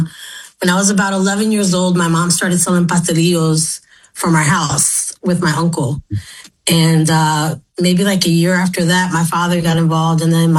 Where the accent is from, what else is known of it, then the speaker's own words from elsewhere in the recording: Philadelphia, Pennsylvania, United States; So I grew up in Philly. I grew up in the Badlands.